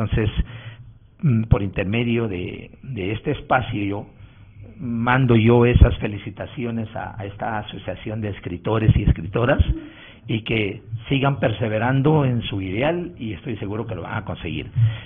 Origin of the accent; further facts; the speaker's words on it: Huánuco, Peru; moved away; also born or lived in Lima / Trujillo / Chiclayo / Piura; yo he salido de mi tierra casi 14 años, estuve ausente entre Lima, Trujillo, Chiclayo y Piura, y de ahí he traído yo ciertas experiencias. Y estas experiencias he querido y quiero ponerlos de pronto en vigencia en mi ciudad, en Huánuco